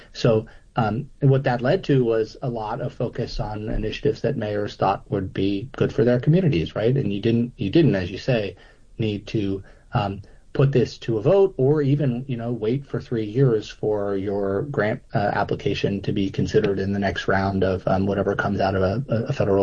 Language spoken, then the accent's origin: English; New York, United States; Take an example from my hometown of New York